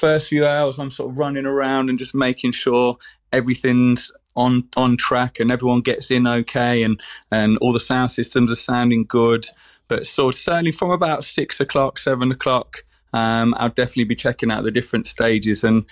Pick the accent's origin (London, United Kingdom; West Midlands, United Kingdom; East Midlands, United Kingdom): East Midlands, United Kingdom; Leicester; I grew up in Leicester, so it was just down the road from where we lived in Castle Donington.